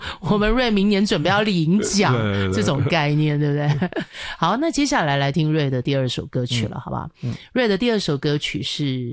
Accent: Taipei, Taiwan; 所以以我一个在台北生活的这样，因为我们从小可能就是在台北长大

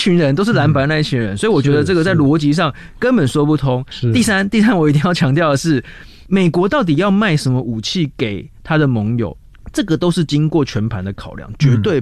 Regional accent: Taiwan; 我们台湾人

